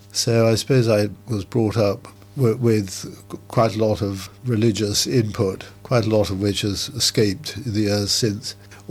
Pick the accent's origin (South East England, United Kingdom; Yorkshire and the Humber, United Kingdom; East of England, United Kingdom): South East England, United Kingdom; Oakley; growing up in Oakley